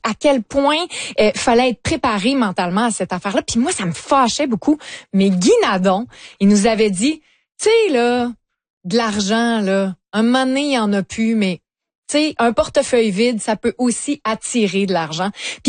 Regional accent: Lévis, Quebec, Canada; Parce que moi, moi je viens de Lévis.

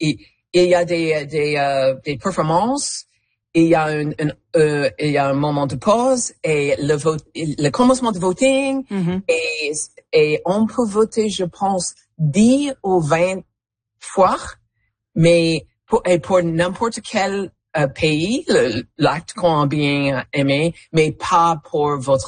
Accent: Canada; French is a second language

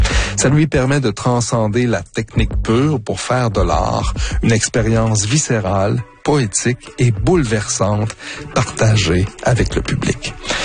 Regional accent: Quebec, Canada; Faut dire que j'ai grandi dans le Québec des années 80 et en tant que garçon, danser c'était pour les efféminés, comme le voulait la rumeur de l'époque.

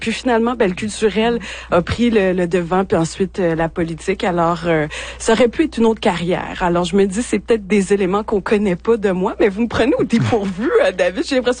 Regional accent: Haiti; accent: Haitian; Donc, vous entendez mon accent haïtien. Donc, c'est un enfant comme moi que ses parents sont nés en Haïti.

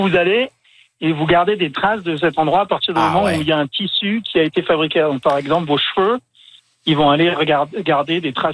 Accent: Toulouse, Occitanie, France; Moi, je viens de Toulouse

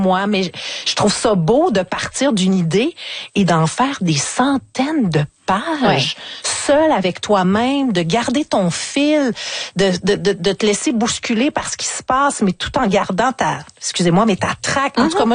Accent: Charlesbourg, Quebec, Canada; Ouais, moi je viens de la ville de Québec, Charlebourg.

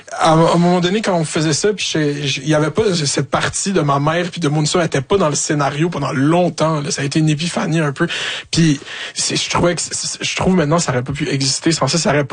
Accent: Quebec, Canada; parce que forcément on est Québécois. On fait des affaires pour les Québécois.

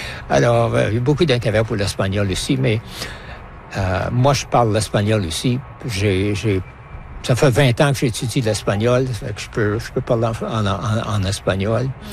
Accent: Mariapolis, Manitoba, Canada; C'était Mariapolis au Manitoba. C'est dans la région de la montagne, au sud-ouest de Winnipeg.

